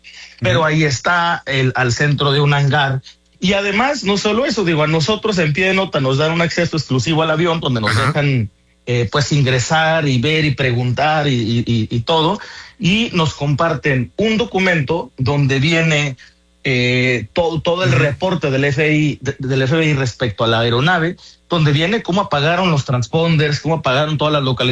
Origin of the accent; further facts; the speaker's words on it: Mexico; lo que pasa es que yo estoy lejos de la capital. Yo tengo mi terruño acá del otro, en una esquina de México.